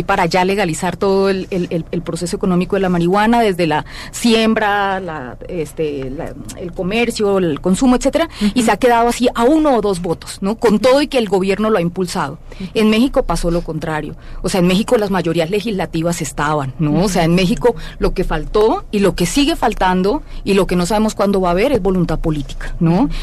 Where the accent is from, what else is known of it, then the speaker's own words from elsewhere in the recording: Colombia; moved away; yo soy colombiana